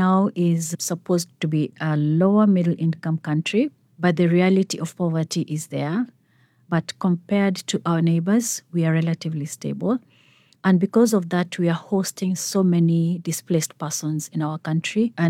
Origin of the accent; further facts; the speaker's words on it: Kenya; I'm a Kenyan and I work in Kenya and Somalia program for the Lutheran World Federation